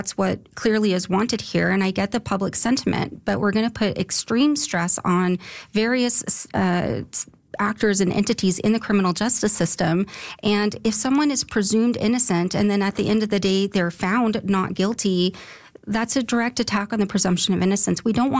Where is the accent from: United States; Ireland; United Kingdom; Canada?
Canada; we as a Canadian society